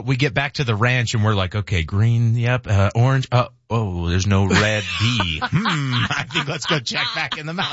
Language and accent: English; Colorado, United States; As a former rancher growing up in Southern Colorado